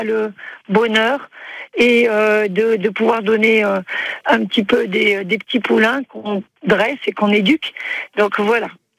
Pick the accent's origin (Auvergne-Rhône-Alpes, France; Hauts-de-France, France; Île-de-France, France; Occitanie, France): Auvergne-Rhône-Alpes, France; Chastreix; also born or lived in Clermont-Ferrand; moi, je suis de Chastré, native. Alors, je ne suis pas de Chastré, je suis de Clermont, mais mes parents ont toujours vécu à Chastré, et moi aussi. Et dans l'incapacité, l'impossibilité de partir ailleurs, et j'ai voulu faire ma vie là.